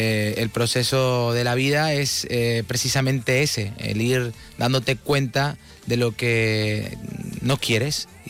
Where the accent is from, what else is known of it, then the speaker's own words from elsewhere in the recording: Andalusia, Spain; Soy andaluz y eso lo llevo siempre por bandera.